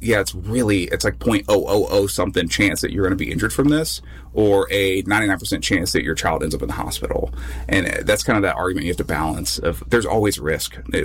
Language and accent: English; Arkansas, United States; You know, I'm from Arkansas. I think we already, like, Arkansans, in my opinion, are already like, I don't know.